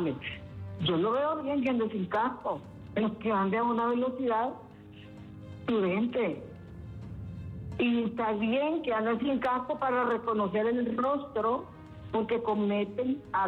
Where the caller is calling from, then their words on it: El Porvenir, Francisco Morazán, Honduras; Yo soy del Porvenir, Francisco Morazán.